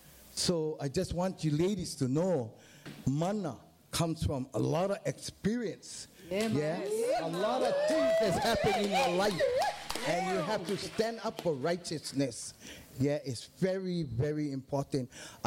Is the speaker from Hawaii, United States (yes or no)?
yes; Hawaii, United States; also born or lived in Pahoa, Hawaii; I was actually born in Pahoa Town, and then I was raised in Opihikau, come down the middle road. And I went to Pahoa School, kindergarten to 12th grade.